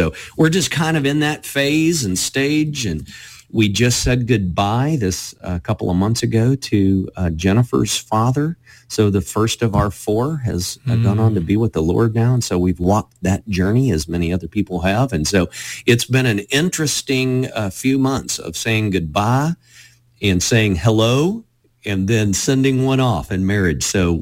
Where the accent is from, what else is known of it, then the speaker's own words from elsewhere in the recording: Texas, United States; Well, I'm born and raised in North Texas. I don't know why they call it North Texas. It's the Dallas-Fort Worth area.